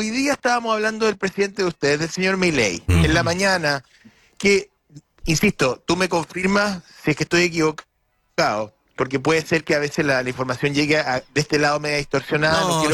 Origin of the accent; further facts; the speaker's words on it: Chile; Yo soy orgullosamente chileno, orgullosamente chileno.